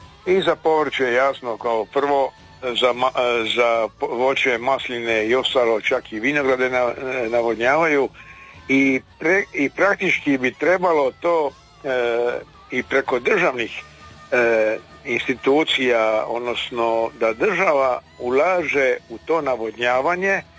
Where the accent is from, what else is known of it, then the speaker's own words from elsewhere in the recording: Croatia; A kod nas u Hrvatskoj to je simbolično 3-4%.